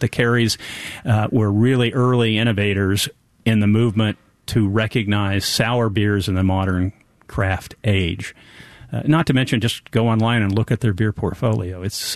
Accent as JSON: {"language": "English", "region": "Wisconsin", "country": "United States", "said": "if somebody knows I'm from Wisconsin"}